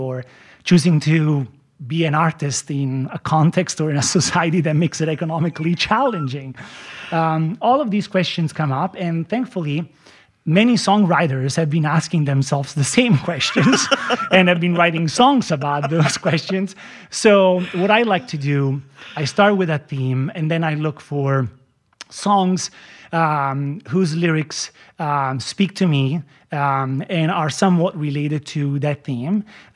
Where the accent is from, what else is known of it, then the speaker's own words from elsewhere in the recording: Campania, Italy; now in Portland, United States; So I grew up in the Naples region